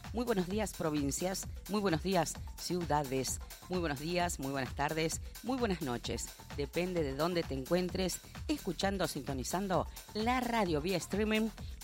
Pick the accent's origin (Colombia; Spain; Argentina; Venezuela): Argentina; Somos así los argentinos